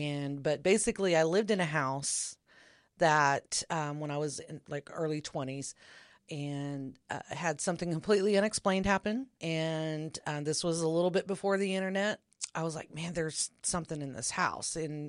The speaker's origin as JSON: {"language": "English", "region": "Oklahoma", "country": "United States", "said": "And there was literally just a few of us. I'm from Oklahoma."}